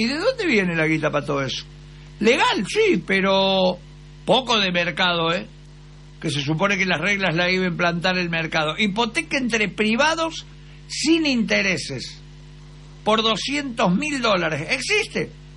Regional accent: Argentina; nos hace mal como argentino.

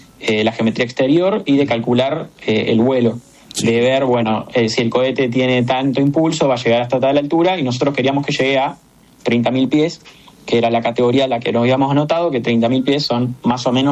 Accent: Argentina; que para nosotros como argentinos es un logro.

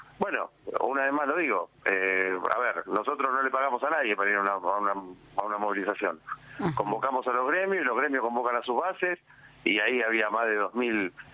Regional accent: Argentina; Somos argentinos y creemos que lo mejor que podemos hacer es un paro a lo argentino.

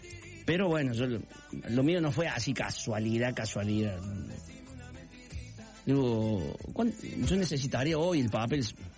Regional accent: Córdoba, Argentina

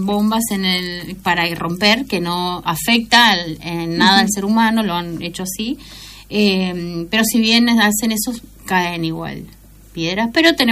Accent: San Rafael, Mendoza, Argentina; moved away; Nosotros con mi hermano nacimos ahí, nos criamos, y bueno, mis abuelos siempre tuvieron finca, desde que vinieron de España ellos compraron finca

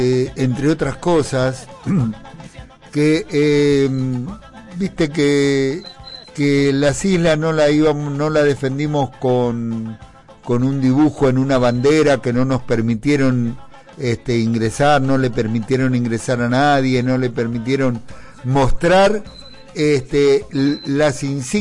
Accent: Argentina; así somos los argentinos

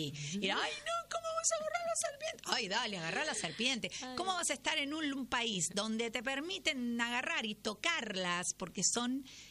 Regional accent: Argentina; somos argentinas

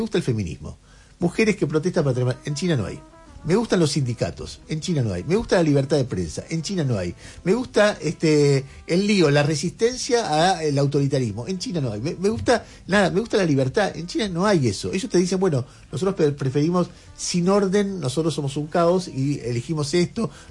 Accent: Argentina; tenemos una mala reputación, uno porque somos argentinos

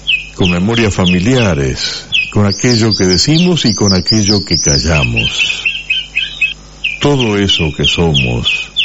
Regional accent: Entre Ríos, Argentina; Somos argentinos, entrerrianos de pura cepa.

